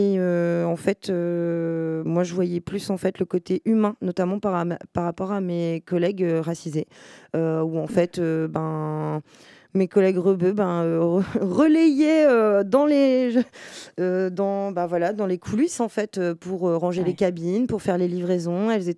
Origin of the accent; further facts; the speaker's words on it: Lille, Hauts-de-France, France; born there; now in Nantes, France; je viens du Nord